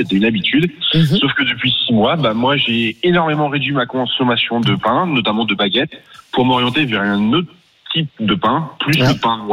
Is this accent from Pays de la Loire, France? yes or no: yes; Saumur, Pays de la Loire, France; je suis natif de Saumur, exactement à côté d'Angers